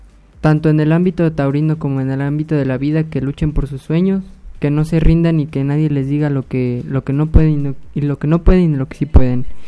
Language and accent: Spanish; Apizaco, Tlaxcala, Mexico; Yo soy originario de aquí, de Apizaco, Tlaxcala, gracias a Dios. Nazco en el Hospital Regional de San Andrés, Aguas, Guatepec